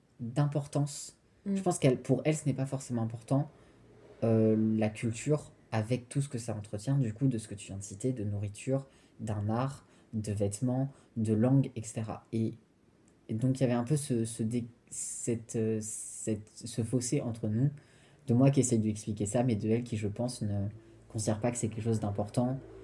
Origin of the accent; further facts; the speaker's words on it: Réunion, France; Et c'est pas parce qu'on est français que La Réunion n'a pas sa propre culture